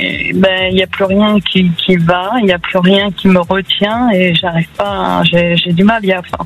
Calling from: Nouvelle-Aquitaine, France; D'Aquitaine.

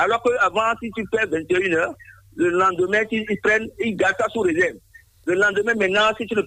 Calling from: Benin; J'appelle de Kassato.

